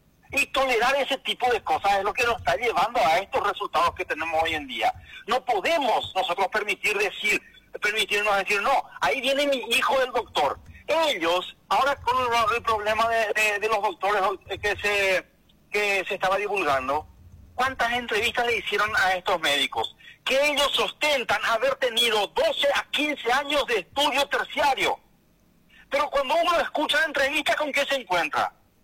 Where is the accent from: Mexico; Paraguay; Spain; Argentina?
Paraguay; los paraguayos no condenamos eso